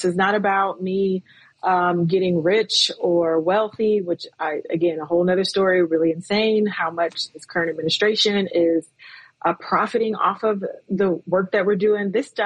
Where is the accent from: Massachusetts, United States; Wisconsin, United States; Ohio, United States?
Ohio, United States; Akron; I am born and raised in Akron, Ohio.